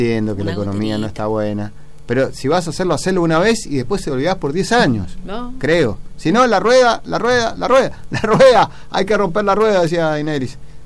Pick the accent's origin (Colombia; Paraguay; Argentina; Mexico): Argentina; Mendoza; No, somos todos mendocinos. Somos todos los mendocinos.